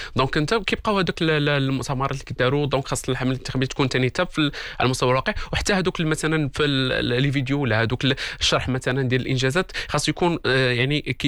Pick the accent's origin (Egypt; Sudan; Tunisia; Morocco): Morocco; الناس السياسيين عندنا في المغرب،